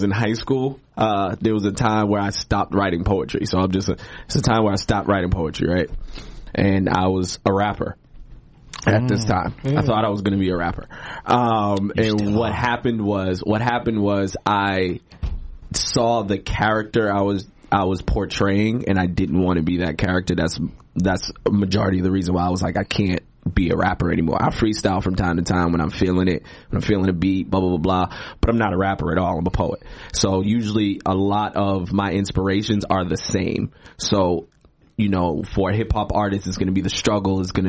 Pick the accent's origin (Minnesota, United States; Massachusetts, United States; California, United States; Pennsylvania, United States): Massachusetts, United States; Boston; So I'm born and raised in Roxbury, right there near, in between Dudley and Ruggles, right there in Madison.